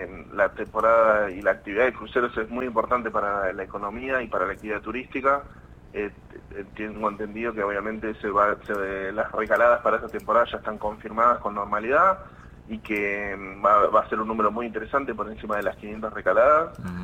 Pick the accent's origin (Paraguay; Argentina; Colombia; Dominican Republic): Argentina; Tierra del Fuego; podemos aprovechar tanto los fueguinos